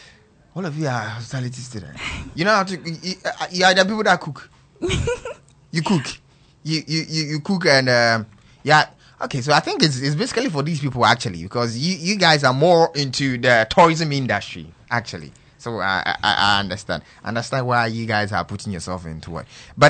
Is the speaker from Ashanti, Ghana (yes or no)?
no; Ashaiman, Greater Accra, Ghana; I actually grew up in a Shyman, Vaco Flats, actually.